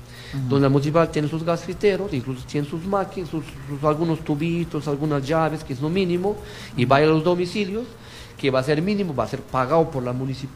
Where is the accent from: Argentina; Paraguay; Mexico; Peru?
Peru; que yo soy de Aine, conozco el tema de Peña Blanca, esas cabeceras de Cuenca